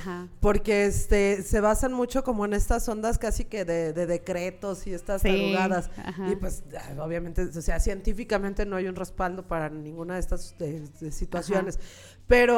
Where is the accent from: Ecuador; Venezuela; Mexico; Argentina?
Mexico; nosotros como mexicanos lo tenemos muy normalizado